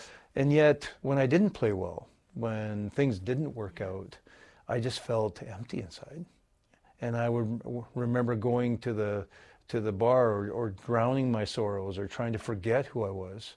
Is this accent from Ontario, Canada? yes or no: no; British Columbia, Canada; also born or lived in Manitoba; Grew up in the Okanagan, and my parents left quite early, right after I was born. And it was a great place, the land of peaches and beaches.